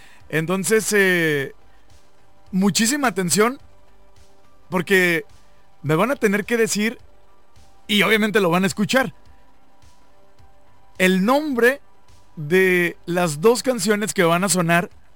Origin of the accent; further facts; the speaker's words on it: Ensenada, Baja California, Mexico; para que vengan un día aquí a Ensenada y disfruten, obviamente, de todas las bondades que tiene mi tierra